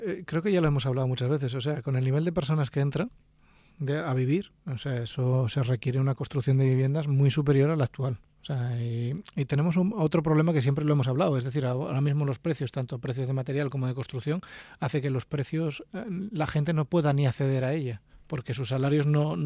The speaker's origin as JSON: {"language": "Spanish", "region": "Canary Islands", "country": "Spain", "said": "nosotros en nuestras islas, en Santa Cruz o en Las Palmas"}